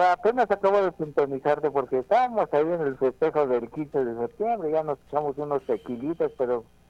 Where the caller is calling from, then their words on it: Mexico; somos mexicanos, tenemos tradiciones muy arraigadas